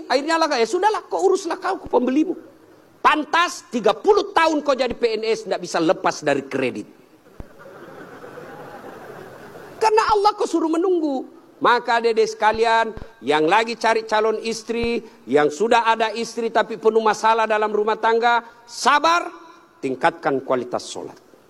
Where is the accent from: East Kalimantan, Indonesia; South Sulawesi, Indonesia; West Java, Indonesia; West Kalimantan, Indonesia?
South Sulawesi, Indonesia; Saya orang Bugis